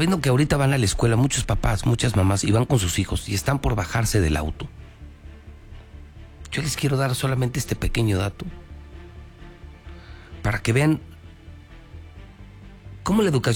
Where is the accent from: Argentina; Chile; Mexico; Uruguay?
Mexico